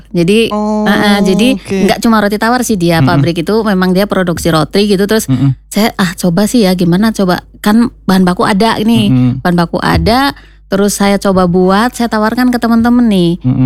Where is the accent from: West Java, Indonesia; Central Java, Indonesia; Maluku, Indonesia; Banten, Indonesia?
West Java, Indonesia; Beji